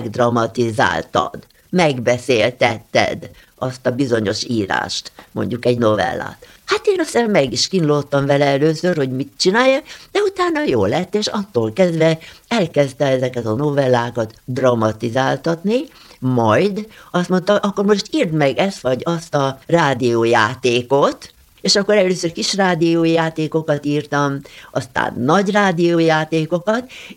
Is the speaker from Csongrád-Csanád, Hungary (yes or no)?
no; Alsóörs, Veszprém County, Hungary; én Alsősen együtt nőttem fel. Mert én gyerekkoromban a poros utakon jártam, és ott semmi nem volt szinte